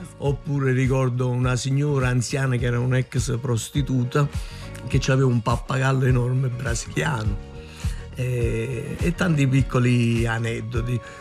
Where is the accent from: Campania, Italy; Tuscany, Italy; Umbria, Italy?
Campania, Italy; Naples; accent: Neapolitan; il nostro accento